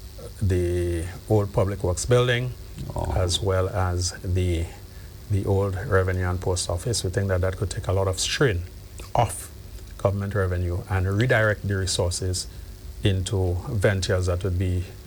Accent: Grenada; guys that I grew up with in Chantemal or Sauteurs and elsewhere.

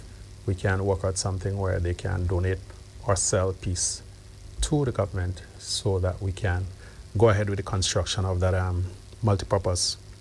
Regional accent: Chantimelle, Saint Patrick, Grenada; I'm from Chantemelle, the land of the short knee.

